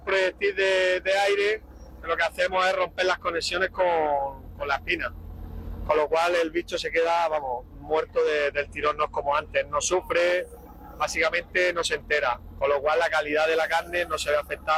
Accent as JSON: {"language": "Spanish", "town": "Cartagena", "region": "Region of Murcia", "country": "Spain", "moved": "yes", "said": "soy de Cartagena."}